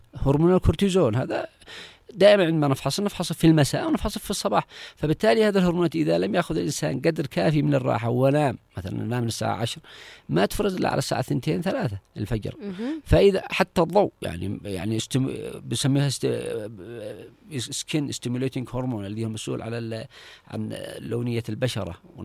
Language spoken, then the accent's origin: Arabic; Yemen; النمط الحياتي عندنا في اليمن